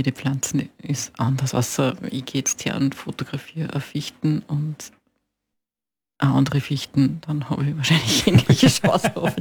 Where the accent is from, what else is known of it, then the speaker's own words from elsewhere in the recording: Upper Austria, Austria; Ich komme aus der Nähe von Wels, Oberösterreich